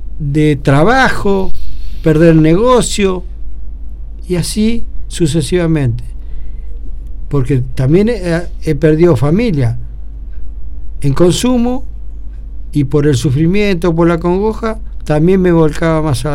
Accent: Argentina; ojalá que como buen argentino que tengamos éxito nuevamente

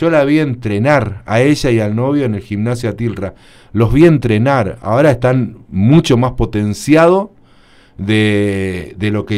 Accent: Argentina; si somos argentinos, ¿cómo mierda vamos a lograr?

